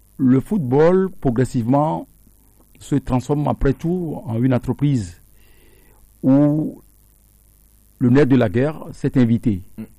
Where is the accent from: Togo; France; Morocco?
Togo; chez nous au Togo, le pays n'est pas construit.